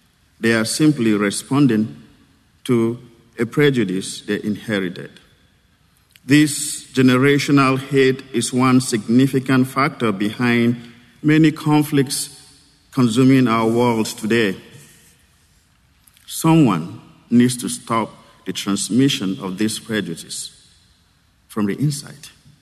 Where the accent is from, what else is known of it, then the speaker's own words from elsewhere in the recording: Nigeria; moved away; I'm originally from Nigeria